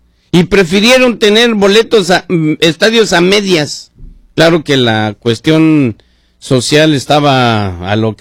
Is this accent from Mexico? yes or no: yes; Mexico; now in Seattle, United States; todos los que somos mexicanos